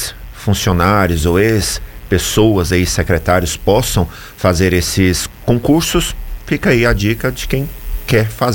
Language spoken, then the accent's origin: Portuguese; Goiás, Brazil; moved away; eu sou do estado de Goiás